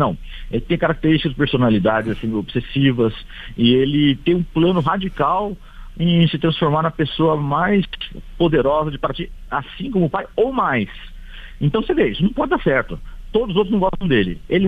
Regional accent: Lorena, São Paulo, Brazil; na minha cidade, eu sou de Lorena, né, perto de Aparecidos, aqui em São Paulo mesmo, né?

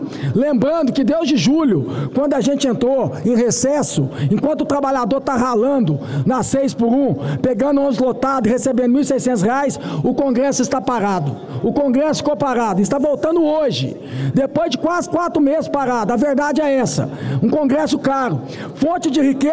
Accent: Minas Gerais, Brazil; lá do meu estado de Minas Gerais

